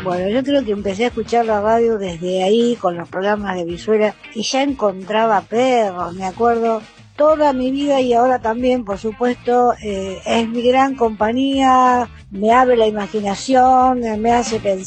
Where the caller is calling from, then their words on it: Buenos Aires, Argentina; de Núñez.